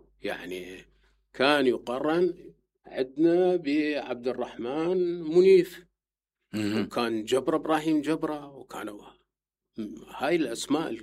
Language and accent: Arabic; Basra, Basra Governorate, Iraq; moved away; وأنا جاي من البصرة ما حد يعرفني.